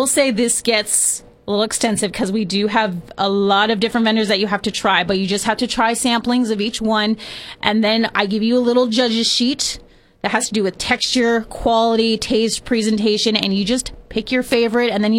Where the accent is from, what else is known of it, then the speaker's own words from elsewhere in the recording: Paso Robles, California, United States; also born or lived in Oxnard / Long Beach; now in San Luis Obispo County, United States; I grew up in Paso. And then once I graduated Paso, I wanted just to kind of get out of the small town vibes.